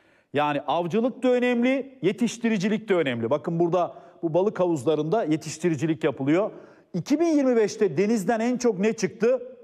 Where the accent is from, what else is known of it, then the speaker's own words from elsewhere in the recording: Black Sea Region, Turkey; moved away; Karadeniz'de hamsi palamut. Bizim oralar hamsi palamut.